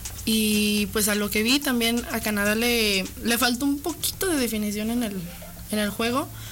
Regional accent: Mexico

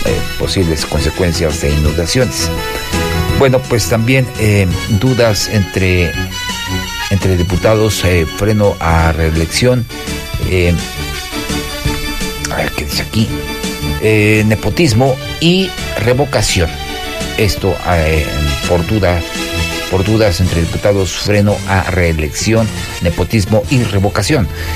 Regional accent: Mexico; Ahí somos también los mexicanos

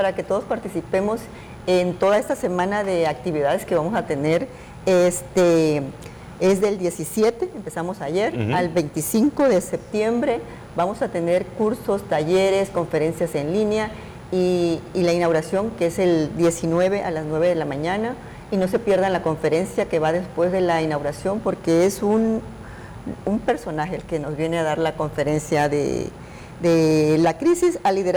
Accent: Mexico; todos como mexicanos, todos participemos en estos ejercicios de evacuación.

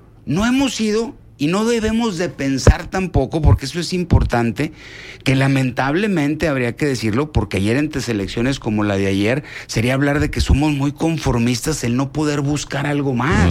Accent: Mexico

